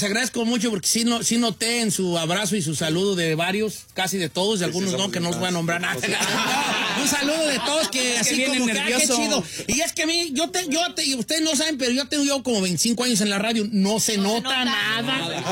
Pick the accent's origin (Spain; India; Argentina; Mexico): Mexico; Guanajuato; Yo también soy de Guanajuato.